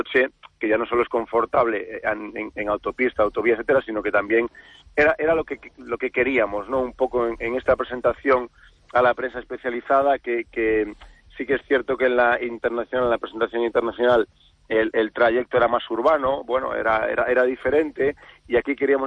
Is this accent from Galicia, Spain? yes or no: yes; Galicia, Spain; Por supuesto. Yo como gallego.